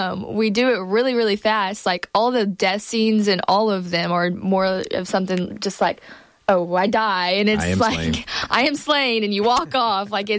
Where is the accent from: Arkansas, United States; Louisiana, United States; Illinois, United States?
Arkansas, United States; Sheridan; I'm a sophomore here at A-State. I'm a theater and a marketing major, and I'm from Sheridan, Arkansas.